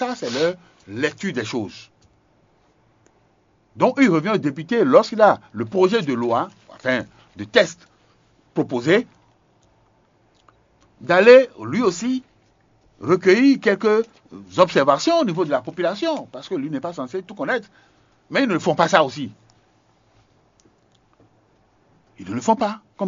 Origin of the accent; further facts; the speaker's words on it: Benin; Et c'est pareil, même chez nous, chez moi au Bénin.